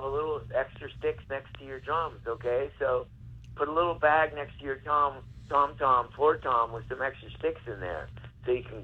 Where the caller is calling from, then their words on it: Palm Springs, California, United States; I'm out here in the desert, Palm Springs, California.